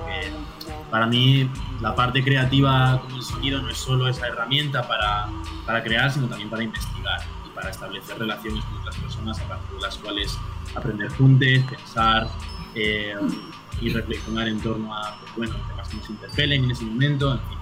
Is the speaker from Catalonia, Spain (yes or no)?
no; Aragon, Spain; moved away as an adult; now in Madrid, Spain; os hablo desde Madrid, aunque yo soy de Aragón.